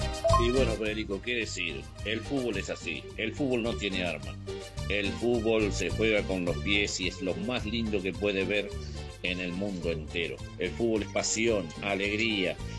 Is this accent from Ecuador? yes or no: no; Argentina; porque soy argentino